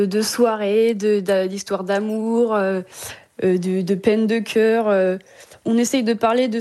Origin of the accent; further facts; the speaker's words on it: Pays de la Loire, France; on vient de Vendée, de la côte, vers Saint-Gilles-Croix-de-Vie, Noirmoutier.